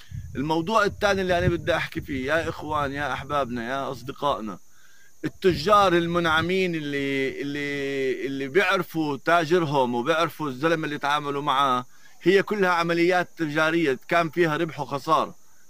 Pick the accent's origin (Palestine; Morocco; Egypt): Palestine; Nablus, West Bank; أنا أول إشي من نابلس من جبل النار